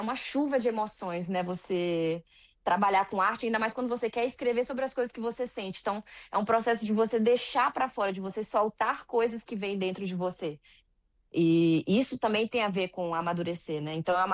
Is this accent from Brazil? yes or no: yes; Salvador, Bahia, Brazil; moved away as an adult; also born or lived in Curitiba; now in São Paulo, Brazil; eu saí de Salvador, fui para Curitiba muito nova. Tipo assim, para mim, sair com 22 anos de casa e largar tudo